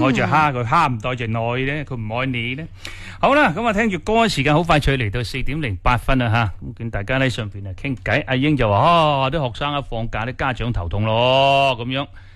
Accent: Guangdong, China; 我哋广东人唔中意叫嘅

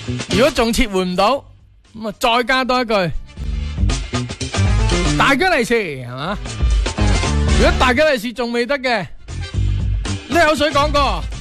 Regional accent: Guangdong, China; 对于我哋广东人嚟讲咧，

